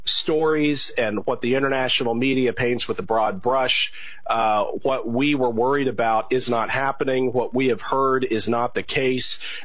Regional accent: Kansas City, Missouri, United States; I love how beautiful Arrowhead Stadium is in Kansas City, my hometown.

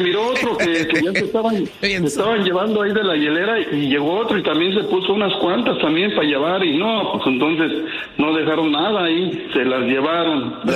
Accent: Tepatitlán, Jalisco, Mexico; De Los Altos, mi preciosa Tapatía.

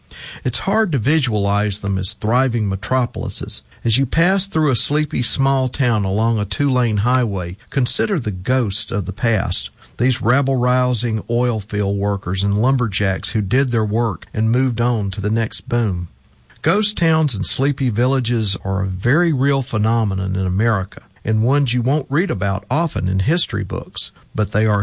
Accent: Farmerville, Louisiana, United States; my hometown of Farmerville

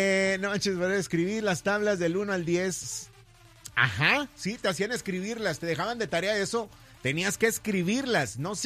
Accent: Mexico

